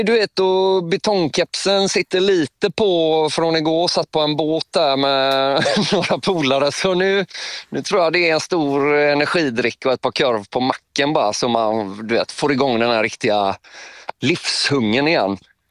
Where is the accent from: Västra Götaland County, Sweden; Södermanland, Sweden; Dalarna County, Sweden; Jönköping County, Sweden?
Västra Götaland County, Sweden; Kungälv; Kungälv, Komarken, det är ju där jag är ifrån